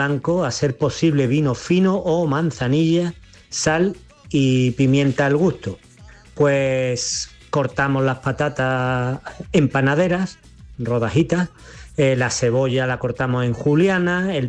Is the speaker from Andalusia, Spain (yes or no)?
yes; Mijas, Andalusia, Spain; de la Laguna de Mija. Pues hoy vamos a hacer una receta que tiene mucha historia y mucha tradición en nuestros pueblos de Andalucía